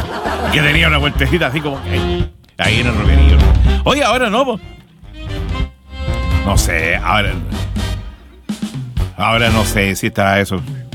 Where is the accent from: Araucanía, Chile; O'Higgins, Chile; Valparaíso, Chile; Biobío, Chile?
Biobío, Chile; Talcahuano; born there; moved away; ya no he vuelto más para Talcahuano. Y yo nací en Talcahuano.